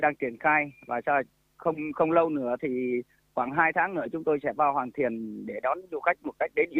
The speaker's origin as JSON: {"language": "Vietnamese", "region": "Nghệ An", "country": "Vietnam", "tie": "born or raised there", "said": "Diễn Châu quê hương tôi"}